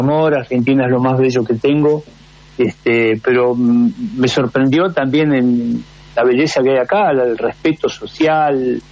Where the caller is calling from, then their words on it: Málaga, Andalusia, Spain; Estoy en Málaga.